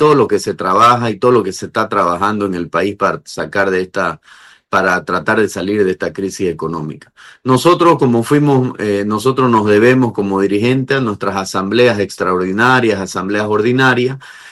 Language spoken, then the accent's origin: Spanish; Bolivia; Tenemos que estar con todas las realidades como bolivianos para poder planificarnos bajo base sólida